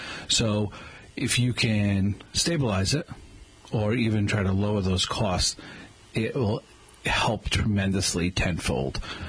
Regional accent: Somerset, Massachusetts, United States; I come from Somerset.

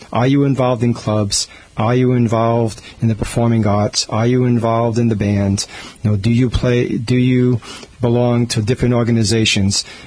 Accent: Fall River, Massachusetts, United States; that strong Portuguese work ethic that I inherited from my parents, inherited from the islands, and also something that I inherited growing up in Fall River.

